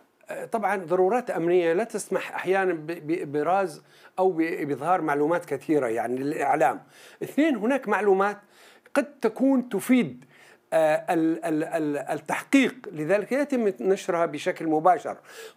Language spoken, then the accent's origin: Arabic; Syria; لدينا كسوريين